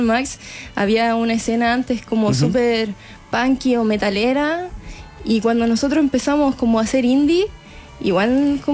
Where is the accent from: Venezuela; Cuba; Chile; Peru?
Chile; Chimbarongo, O'Higgins; todos somos de Chimbarongo.